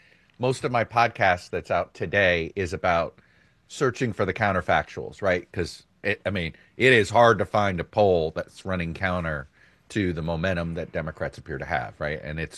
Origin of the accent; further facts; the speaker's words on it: Florida, United States; moved away; my home state of Florida